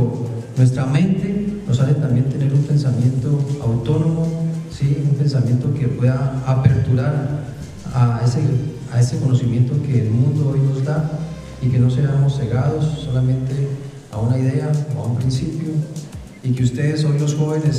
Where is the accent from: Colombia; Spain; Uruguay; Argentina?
Colombia; Nariño; venimos de un municipio muy pequeñito de aquí del norte de Nariño, un departamento vecino